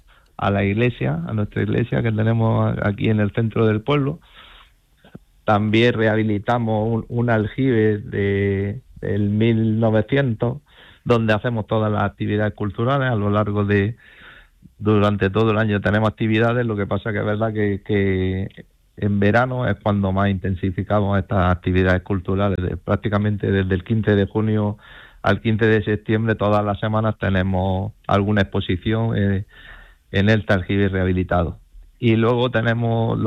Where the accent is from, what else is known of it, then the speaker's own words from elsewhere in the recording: Torrenueva Costa, Andalusia, Spain; en mi pueblo yo diría que es un pueblo muy bonito, de la costa tropical, estamos en la provincia de Granada, un pueblo con costa y prácticamente los 365 días del año pues tenemos un tiempo espectacular, una media de 18 grados.